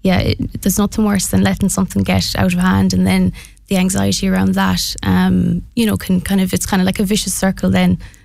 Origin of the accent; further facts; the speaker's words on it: Connacht, Ireland; I'm from Mayo, and I myself was diagnosed with ulcerative colitis back in 2019.